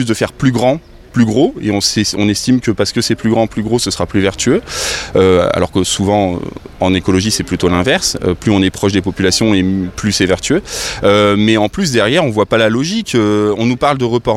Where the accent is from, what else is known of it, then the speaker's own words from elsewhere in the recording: Oisy-le-Verger, Hauts-de-France, France; also born or lived in Douai; Moi, je suis né ici, enfin, je suis pas né ici, je suis né à Douai, mais j'ai fait de 6 ans à 22 ans à Oisil-Verger, j'ai habité ici, donc je connais bien, c'est ma coin, comme on dit.